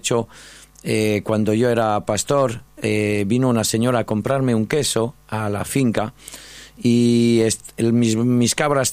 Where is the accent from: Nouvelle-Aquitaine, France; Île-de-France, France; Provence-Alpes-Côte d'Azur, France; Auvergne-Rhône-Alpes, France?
Nouvelle-Aquitaine, France; Pau; Spanish is a second language; moved away as an adult; now in Spain; En Pau, en el sur de Francia, cerca de la frontera con España.